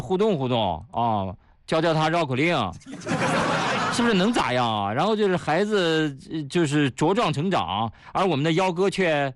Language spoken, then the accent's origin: Chinese; Hefei, Anhui, China; 要不怎么说咱们合肥人排场嘞？